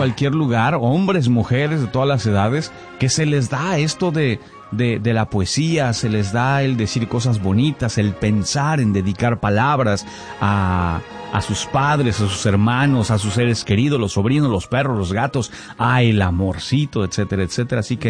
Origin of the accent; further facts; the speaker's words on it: Toluca, State of Mexico, Mexico; born there; moved away; Yo tenía yo 15 años o 16, tenía yo 16 años, ahí en Toluca.